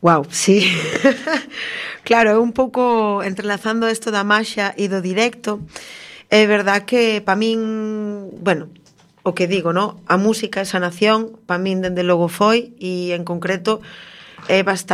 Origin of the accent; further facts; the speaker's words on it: Bueu, Galicia, Spain; É que claro, son de Bueu, que vou facer?